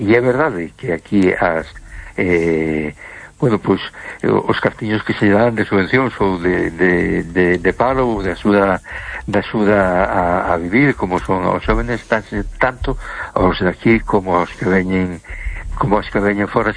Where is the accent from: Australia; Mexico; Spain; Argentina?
Spain; A Coruña, Galicia; de Coruña. ¿Qué tal?